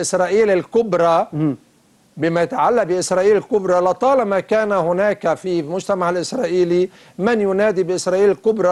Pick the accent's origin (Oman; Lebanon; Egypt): Lebanon; نحن همنا كلبنانيين